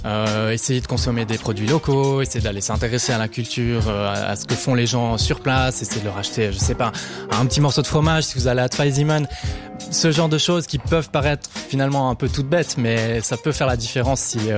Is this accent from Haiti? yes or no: no; Switzerland; ça me fait tellement rêver en tant que Suisse, je trouve que c'est la plus belle saison.